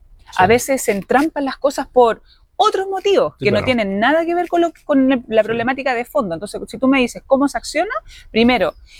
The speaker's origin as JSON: {"language": "Spanish", "town": "Concepción", "region": "Biobío", "country": "Chile", "moved": "yes", "lives_now": "Iquique, Chile", "said": "Yo soy de Concepción"}